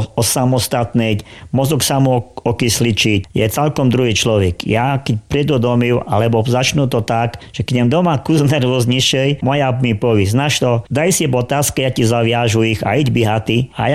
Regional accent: eastern Slovakia, Slovakia; No, ja si dúfam, že u nás na východe je furt toho snivu

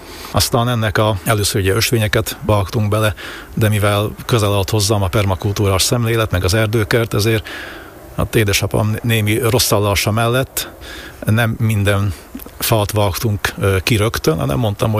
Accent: Baraca, Borsod-Abaúj-Zemplén, Hungary; Ugye én is, feleségem is faluhelyre születtünk, tehát volt ebben némi hozott tapasztalat, nem volt teljesen idegen ez a terület. Ha visszagondolok, akkor 7 éves koromig Baraccán éltünk

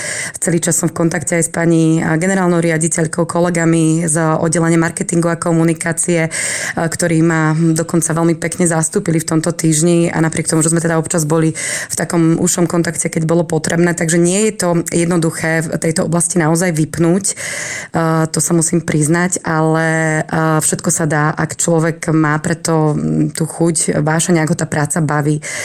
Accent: Malacky, Bratislava Region, Slovakia; moved away as an adult; now in Trenčianske Teplice, Slovakia; Ja pochádzam inak z Malaciek, z Bratislavského kraja teda, takže tam mám rodičov, mám tam vlastne rodný dom a som tam vlastne žila dlhé roky, takže poznám veľmi dobre aj Záhorie, ale 10 rokov teda už Teplice sú takým aj môjim domovom

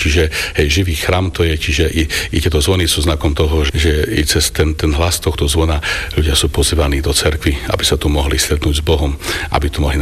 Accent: Zemplínska Teplica, Košice Region, Slovakia; som správcom farnosti v Ladomirovej. Pochádzam z Dolného Zemplína, z obce Zemplínska Teplica.

